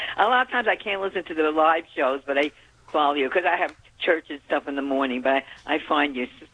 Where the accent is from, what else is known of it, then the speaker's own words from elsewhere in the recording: New Jersey, United States; I'm from New Jersey, too, even though I wasn't born there, but I lived there for over 20 years.